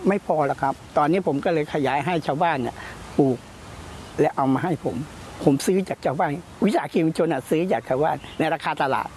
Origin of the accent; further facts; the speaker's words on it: Pattani, Thailand; จริงๆแล้วผมเป็นลูกหลานเกษตรผมดั้งเดิมผมเป็นคนปัตตานีพ่อผมทำเกษตรผมพ่อผมทำนาพ่อผมทำสวน